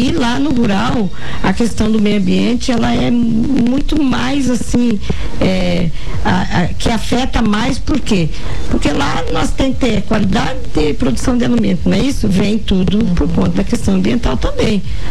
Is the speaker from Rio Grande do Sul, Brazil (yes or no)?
yes; Rio Grande do Sul, Brazil; E eu nasci em assentamento da reforma agrária. Eu sou gaúcha, nasci no Rio Grande do Sul, né? E tive um longo período da minha vida estudando na escola rural.